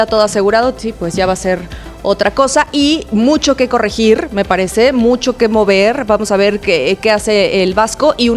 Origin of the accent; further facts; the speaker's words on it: Mexico; la verdad es que como mexicanos nadie nos gana en los festejos, nadie nos gana en armar la fiesta.